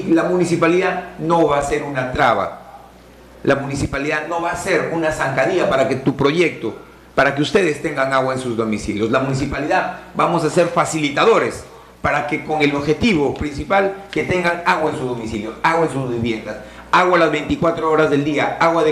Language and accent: Spanish; Piura, Peru; born there; also born or lived in Tambo Grande, Piura; parte de mi niñez la pasé aquí en Tambo Grande. Si bien es cierto, yo nací en el asentamiento humano Pachité en Piura, barrio al costado del mercado de Piura, ¿no? Pero parte de mi niñez, casi dos, tres años, la pasé aquí en Tambo Grande, exactamente en el Valle de los Incas